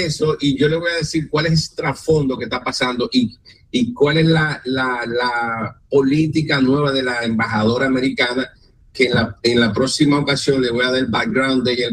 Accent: Dominican Republic; nosotros como dominicanos

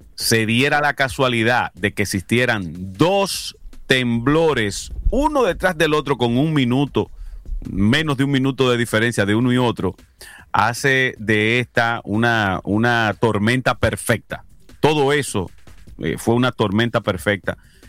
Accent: Dominican Republic; moved away; somos todos dominicanos

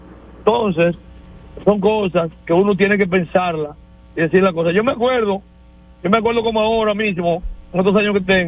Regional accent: Azua, Dominican Republic; allá en los negros de Azua, donde soy nativo

